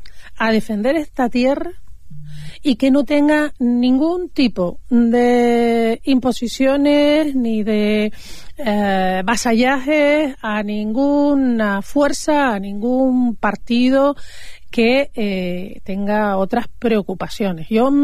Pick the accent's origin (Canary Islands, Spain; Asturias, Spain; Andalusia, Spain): Canary Islands, Spain